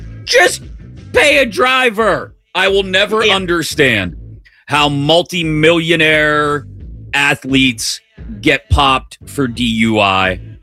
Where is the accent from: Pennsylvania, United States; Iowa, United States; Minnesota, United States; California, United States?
Pennsylvania, United States; Pittsburgh; I grew up in Pittsburgh, still live in Pittsburgh.